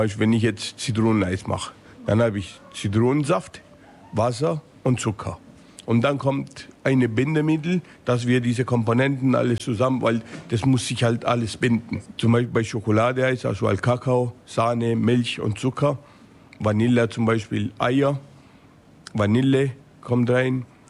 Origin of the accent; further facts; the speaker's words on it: Southern Italy, Italy; now in Germany; Ich bin jetzt aus Süditalien.